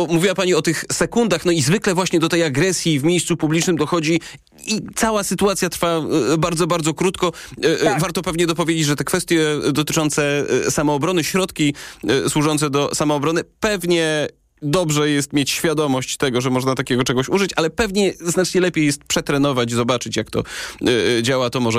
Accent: Zabrze, Silesian Voivodeship, Poland; a ja pochodzę z Zabrze i dokładnie wiem, o czym pan

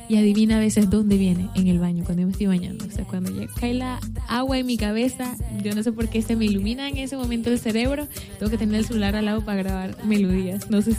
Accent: Aguadulce, Coclé, Panama; De Agua Dulce, de Coclé, de mi tierra hermosa, la Leña Roja. Y bueno, orgullosa de haber crecido ahí

